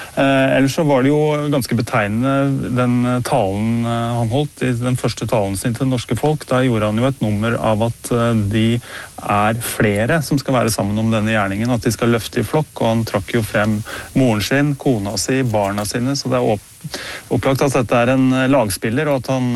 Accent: Innlandet, Norway; Lytterne vil kanskje høre at jeg kommer fra Mjøsområdet

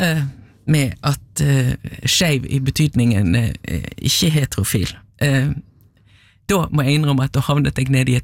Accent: Bergen, Vestland, Norway; nå skal jeg som bergenser arbeide litt med å si, kjeiva.

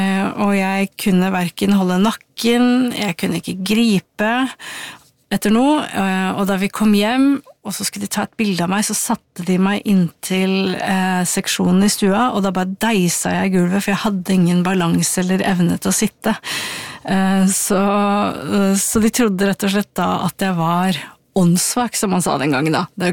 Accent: Ilseng, Innlandet, Norway; jeg kanskje la identiteten min mest I at jeg kom fra Ilseng, som var på en måte bondelandet.

